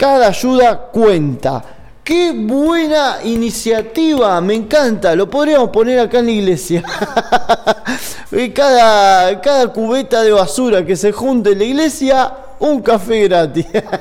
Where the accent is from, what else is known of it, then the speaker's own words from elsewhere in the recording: Argentina; Somos argentinos